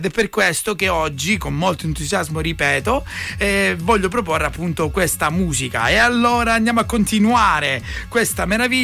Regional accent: Bagnara Calabra, Calabria, Italy; also born or lived in Gioia Tauro; Io sono di Bagnara Calabra. Sono cresciuto tra Bagnara e Gioia Tauro, diciamo.

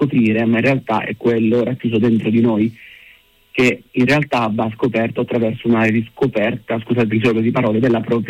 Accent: Apulia, Italy; Però il mio ritorno è dovuto soprattutto a un legame con la mia terra, con le mie radici

